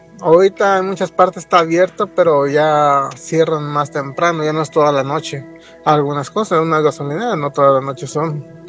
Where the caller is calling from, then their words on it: Las Vegas, Nevada, United States; Hola Gina, Nacho, soy yo … de Las Vegas de nuevo.